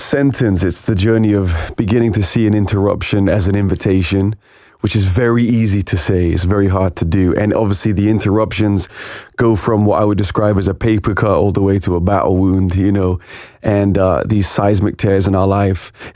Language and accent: English; England, United Kingdom; as an Englishman